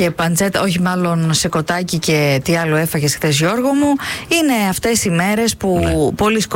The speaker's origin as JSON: {"language": "Greek", "town": "Elassona", "region": "Thessaly", "country": "Greece", "said": "Έτσι το έχουμε εμείς έτσι εκεί και στην Ελασσόνα"}